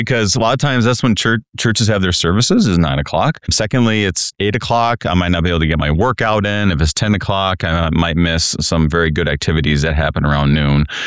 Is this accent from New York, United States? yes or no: no; Wadena, Minnesota, United States; I am serving in my home district. I grew up in northern Minnesota at a town called Wadena.